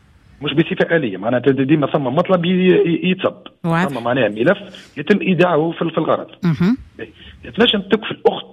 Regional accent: Tunisia; عندنا في تونس

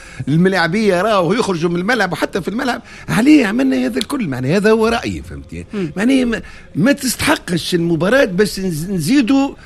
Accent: Tunisia; أنا كتونسي

